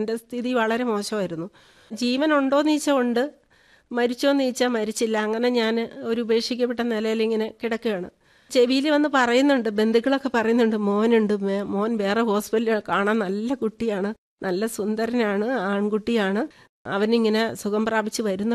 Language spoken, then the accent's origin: Malayalam; Rajakkad, Kerala, India; ഇടുക്കിയിലാണ്, Idukki Rajakkad.